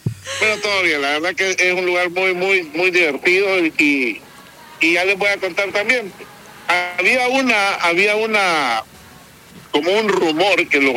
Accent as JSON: {"language": "Spanish", "country": "El Salvador"}